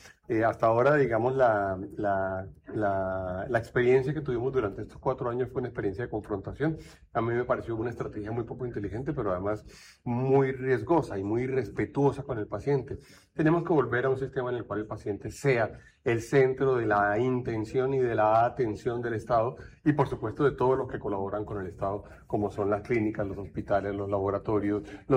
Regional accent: Colombia

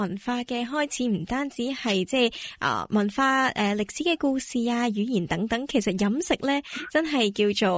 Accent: Hong Kong; now in Sydney, Australia; 咁我作为香港人咧，都想喺度推广下呢个香港嘅美食文化啦。

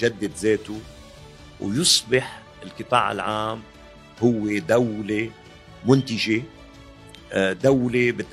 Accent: Tripoli, North Governorate, Lebanon; نحن في لبنان من طرابلس الكبرى قادرين نلعب هالدور

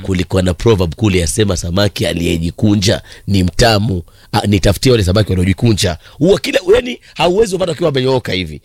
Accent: Likoni, Mombasa County, Kenya; Kule kwetu Likoni pale, naam.

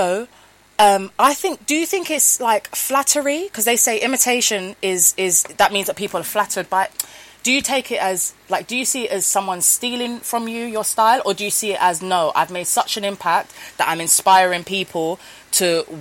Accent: London, United Kingdom; I'm from Peckham, old school Peckham, and I'm not as young as I look. I'm nearly coming up to 40 soon in a couple of years.

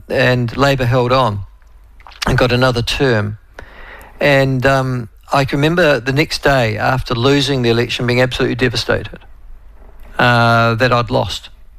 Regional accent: Timaru, Canterbury, New Zealand; now in Bangkok, Thailand; Loving the memories you've drawn out of the ether on Oamaru, as I was brought up in Timaru.

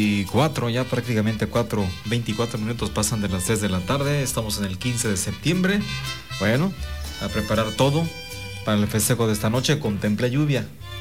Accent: Mexico; somos mexicanos, nos gusta la pachanga

